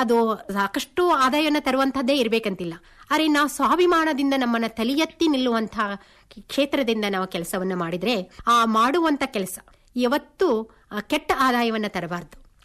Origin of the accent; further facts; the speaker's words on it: Halagali, Karnataka, India; also born or lived in Lokapur; ನನ್ನ ಬಾಲ್ಯವನ್ನ ಕಳೆದದ್ದು ಹಲಗಲಿ ಅನ್ನೋ ಗ್ರಾಮ. ಇದು ಸ್ವಾತಂತ್ರ್ಯ ಸಂಗ್ರಾಮದಲ್ಲಿ ಶ್ರೇಷ್ಠ ಹಲಗಲಿ ಬೇಡ್ರು ಅನ್ನುವಂತ ನಿಶಸ್ತ್ರೀಕರಣ ಕಾಯ್ದೆ ವಿರುದ್ಧ ಹೋರಾಟ ಮಾಡಿದಂತ ಊರಿನಲ್ಲಿ ನಾವು ಹುಟ್ಟು ಬೆಳೆದಂತವರು.